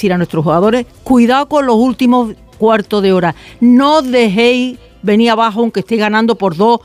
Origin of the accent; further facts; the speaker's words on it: Málaga, Andalusia, Spain; yo soy de Málaga, pues yo quiero que gane España.